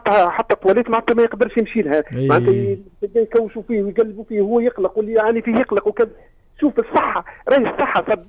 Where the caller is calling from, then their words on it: Moulares, Gafsa Governorate, Tunisia; من المراري.